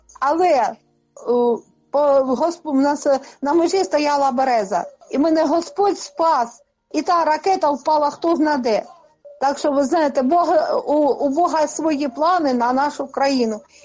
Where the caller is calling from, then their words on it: Kharkiv Oblast, Ukraine; Із Харківщини.